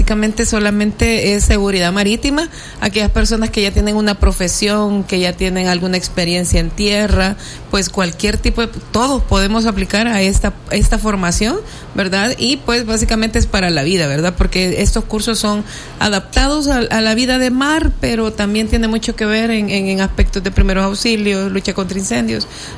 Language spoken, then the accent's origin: Spanish; El Salvador; Siempre somos salvadoreños